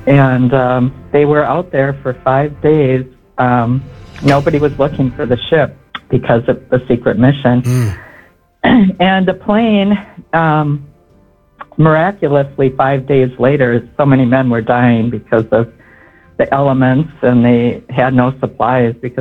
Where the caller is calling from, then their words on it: Hutchinson, United States; Hutchinson. So I'm on my way to the memorial of parade and event at our Veterans Park.